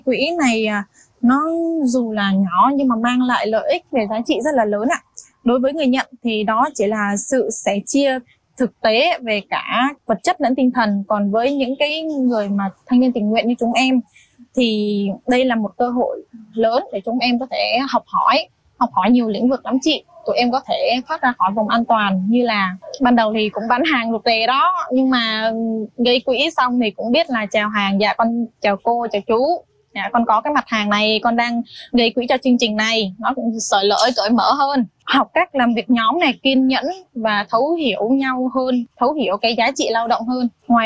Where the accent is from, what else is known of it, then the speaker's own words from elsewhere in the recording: Đắk Lắk, Vietnam; Em xin tự giới thiệu … em đến từ Đắk Lắk.